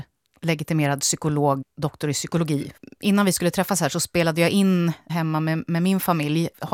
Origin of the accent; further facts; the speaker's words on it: Sweden; Jag växte upp i Sverige under den moderna demokratins guldålder och har kunnat ta demokratin för given under större delen av mitt liv.